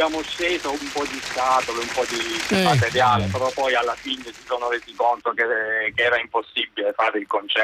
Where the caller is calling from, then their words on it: Taranto, Apulia, Italy; nella mia città di Taranto